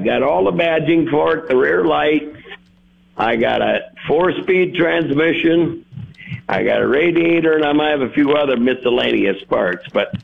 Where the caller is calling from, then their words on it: Mitchell, United States; from Mitchell.